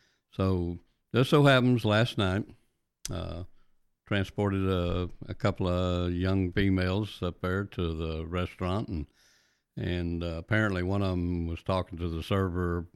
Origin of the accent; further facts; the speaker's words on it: Texas, United States; I have no desire to leave my home state. I am a native Texan